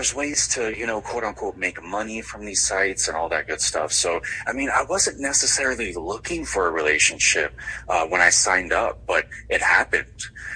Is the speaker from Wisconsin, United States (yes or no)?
no; Kansas City, Kansas, United States; I am from Kansas City, Kansas